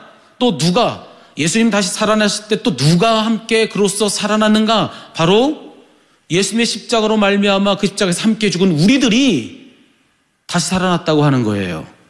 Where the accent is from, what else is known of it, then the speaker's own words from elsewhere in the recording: South Korea; 내가 한국 사람이라는 것을